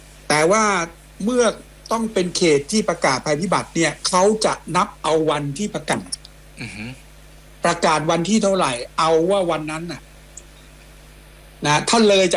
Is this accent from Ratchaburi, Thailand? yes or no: yes; Damnoen Saduak, Ratchaburi, Thailand; ผมเป็นคนชาวสวนเป็นคนดำเนินสะดวกดำเนินสะดวกไม่ได้ปั้นโอ่งมังกร